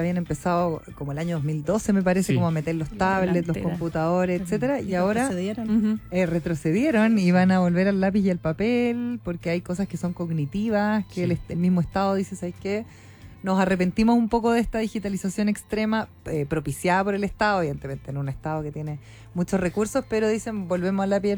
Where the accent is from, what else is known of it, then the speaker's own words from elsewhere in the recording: Osorno, Los Lagos, Chile; born there; Mi tierra natal.